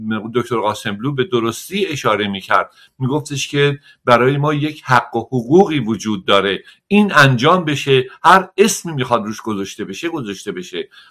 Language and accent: Persian; Iran; یا ما ایرانی هستیم یا ما ایرانی نیستیم. اگر ایرانی هستیم هممون ایرانی هستیم.